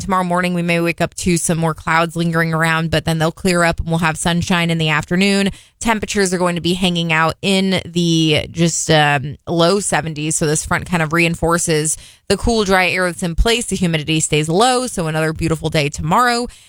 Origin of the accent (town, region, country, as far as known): Florida, United States; born or raised there; moved away